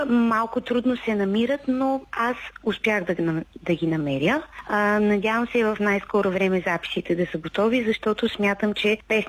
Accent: Northwest Bulgaria, Bulgaria; При нас фолклорът, песните, музиката, хората са изцяло влашки.

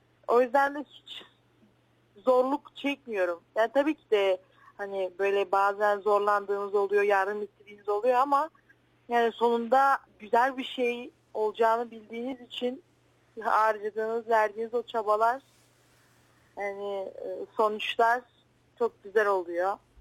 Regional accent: Shumen, Shumen Province, Bulgaria; Evet, evet, şehir kızıyım ama köylerinden.

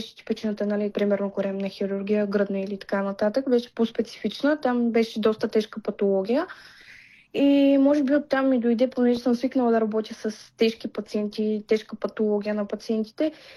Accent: Pleven, Pleven Province, Bulgaria; се прибрах по моя роден край, а именно в Плевен.

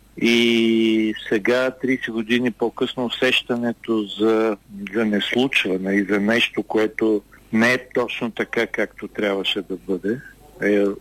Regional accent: Yambol, Yambol Province, Bulgaria; аз съм от Ямбол, от тази част на южна част на България.

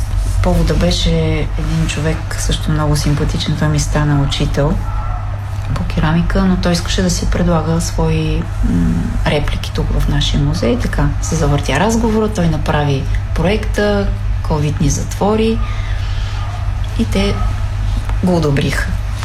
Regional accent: Elin Pelin, Sofia Province, Bulgaria; аз съм от Елинпелин и известно време работих и в завод Изида като редач на сурова продукция

